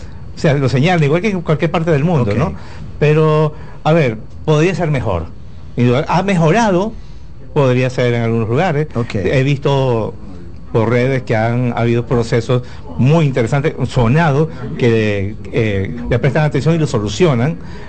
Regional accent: Venezuela; moved away; Para el año en que yo salí de Venezuela, incluso yo salí mucho antes que Chávez asumiera el cargo de presidente

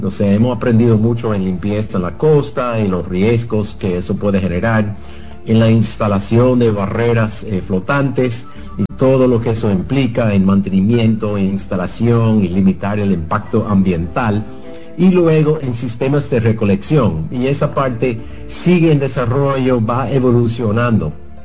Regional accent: Dominican Republic; Entonces realmente tenemos que comenzar a visualizar cómo como sociedad dominicana podemos transformar un reto en una gran oportunidad.

